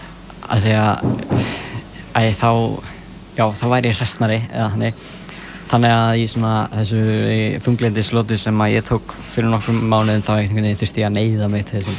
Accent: Sörbær, Northwestern Region, Iceland; Og ég er frá Sörbæ á Vatnsnesi.

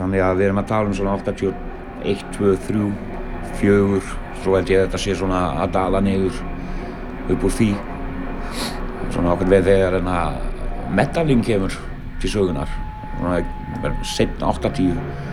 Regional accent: Belgium; Jeg er opprunnelig fra Belgien.

